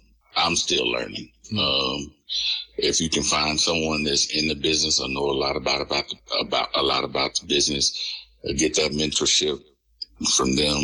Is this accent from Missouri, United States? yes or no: no; Canyon, Texas, United States; there in my hometown, the university there, West Texas A&M University, they wanted to put together a Black History program.